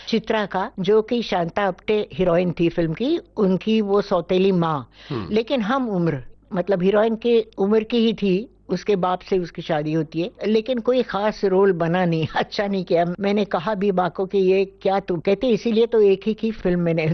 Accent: Pune, Maharashtra, India; also born or lived in Lucknow; हाँ पुणे आ गई, और नाना के पास, मतलब अपने पिता के पास, मेरे नाना अप्पा हम कहते थे। और तब से मैं उनकी छत्र छाया में पली बड़ी

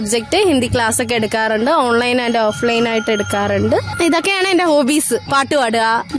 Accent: Thiruvananthapuram, Kerala, India; തിരുവനന്തപുരത്താണ് നാട്

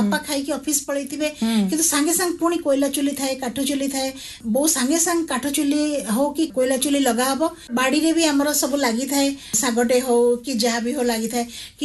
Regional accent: Cuttack, Odisha, India; ଆଉ ମୁଁ ଯେହେତୁ କଟକର ଝିଅ, କଟକରେ ଆମର ବାଦାମବାଡ଼ିରେ ଘର

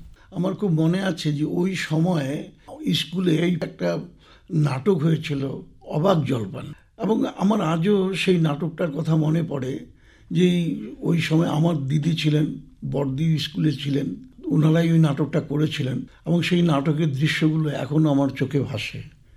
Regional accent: Cooch Behar district, West Bengal, India; আমার জন্ম কুচবিহার জেলার দেওনহাট অঞ্চলে 1955 সালে

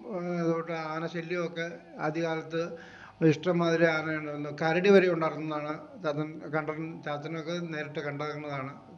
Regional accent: Rajakumari, Kerala, India; born or raised there

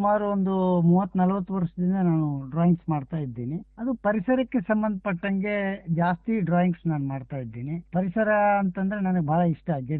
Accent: Jamkhandi, Karnataka, India; now in Bengaluru, India; ಮೂಲತಃ ನಾನು ಜಮಖಂಡಿಯವನು.

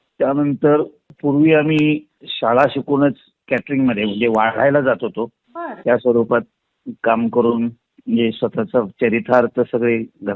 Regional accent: Kolhapur, Maharashtra, India; also born or lived in Kadgaon; आम्ही मूळचे तसे उकेरी तालुका अर्जुन. माझा जन्म कडगाव तालुका गडहिंग्लज जिल्हा कोल्हापूर, पण माझं बालपण सगळं कोल्हापुरात गेलेलं आहे.

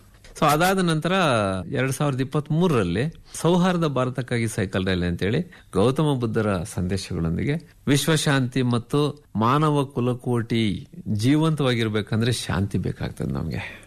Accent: Birmanahalli, Kolar district, Karnataka, India; ನನ್ನ ಬೀರ್ಮಾನಹಳ್ಳಿ ನನ್ನ ಗ್ರಾಮಕ್ಕೆ

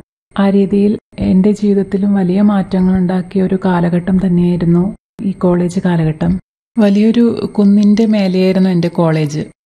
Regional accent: Kannur, Kerala, India; ഞാൻ കണ്ണൂർ സ്വദേശിയാണ്.

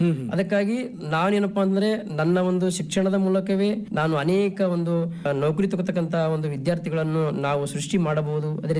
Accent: Kodla, Karnataka, India; ನಾನು ಕಲಬುರಗಿ ಜಿಲ್ಲೆಯ ಸೇಡಂ ತಾಲೂಕಿನ ಕೋಡ್ಲಾ ಗ್ರಾಮದಲ್ಲಿ ಜನಿಸಿದ್ದು 4 April 1992.

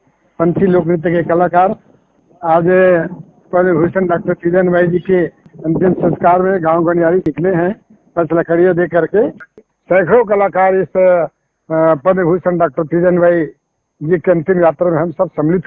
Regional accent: Chhattisgarh, India

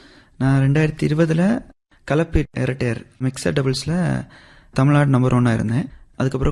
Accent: Vellichanthai, Tamil Nadu, India; now in Nagercoil, India; வணக்கம, என்னோட சொந்த ஊர் வெள்ளிச்சந்தை. இப்போ நான் நாகர்கோயில தான் இருக்கிறேன்.

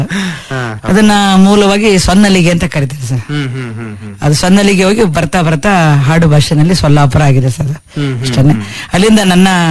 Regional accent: Chikkamagaluru district, Karnataka, India; born or raised there

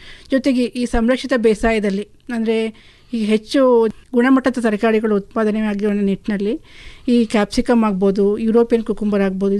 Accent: Heggadadevanakote, Karnataka, India; ನಾನು ಮೂಲತಃ H D ಕೋಟೆ ತಾಲೂಕಿನವಳೇ ಆಗಿದ್ದು 10ನೇ ತರಗತಿ ತನಕ ನಾನು ಎಜುಕೇಷನ್ ಎಚ್ ಡಿ ಕೋಟೆ ತಾಲೂಕಿನಲ್ಲೇ ಮುಗಿಸಿರ್ತೀನಿ.

